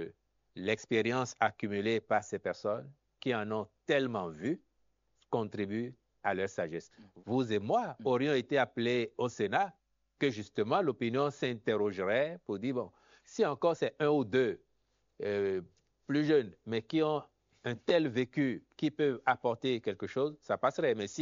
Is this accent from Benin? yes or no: yes; Benin; Tous, en tant que Béninois, nous lui avons confié la gestion de notre pays.